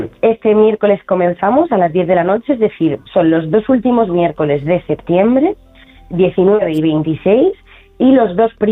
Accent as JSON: {"language": "Spanish", "town": "Mutxamel", "region": "Valencian Community", "country": "Spain", "said": "soy de Alicante, de un pueblo de Alicante, de Mutxamel"}